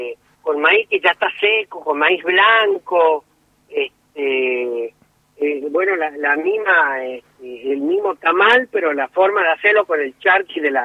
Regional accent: Cachi, Salta, Argentina; quedó Cachi de Salta, o sea que somos el representante de Salta.

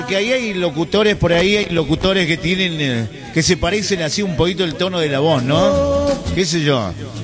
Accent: El Quebrachal, Salta, Argentina; now in Salta, Argentina; Yo soy de Quebrachal. Soy de Quebrachal, pero estoy trabajando acá en Salta Capital, en Cadena Máxima.

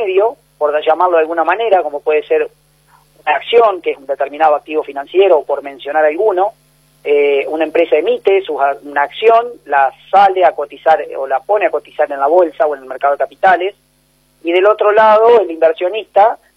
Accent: Melo, Córdoba, Argentina; Yo soy oriundo de Melo, tengo 47 años. Me desempeño como productor agropecuario hace más de 20 años en la zona

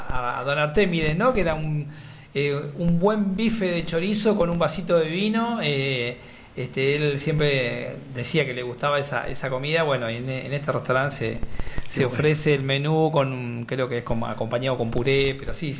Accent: Río Negro, Argentina; born there; also born or lived in Neuquén; now in Viedma, Argentina; todavía no vivía en Viedma, yo soy nacido en Río Negro, pero estoy en Viedma da unos 30 años viviendo

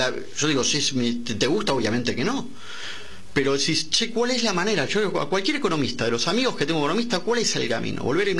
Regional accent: Argentina

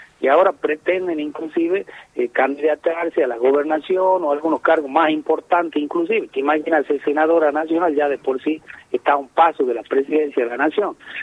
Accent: Metán, Salta, Argentina; como vecino nacido y criado en Metam

